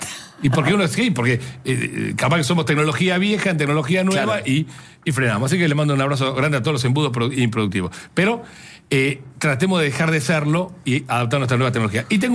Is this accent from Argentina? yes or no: yes; Buenos Aires, Argentina; now in La Plata, Argentina